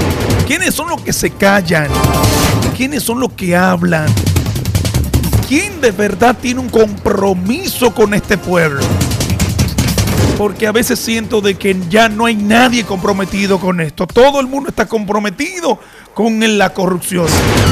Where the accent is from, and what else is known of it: Dominican Republic